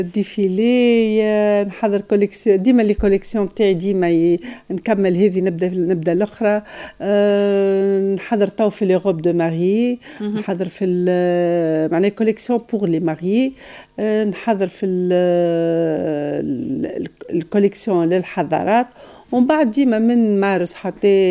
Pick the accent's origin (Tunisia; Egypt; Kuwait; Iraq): Tunisia; انا تونسيه هاوش قاعده